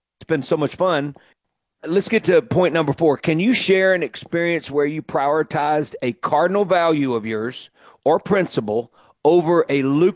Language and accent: English; Mississippi, United States; on my soil, on my dime, on Mississippi soil, you know, in my hometown.